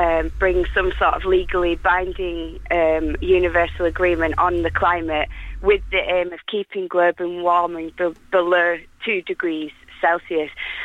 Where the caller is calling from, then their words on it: Yorkshire and the Humber, United Kingdom; I'm from Yorkshire